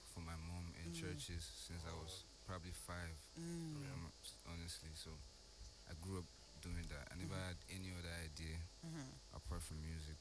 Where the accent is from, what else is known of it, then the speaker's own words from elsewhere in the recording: Lagos, Nigeria; also born or lived in Ondo State; I've lived my life in Lagos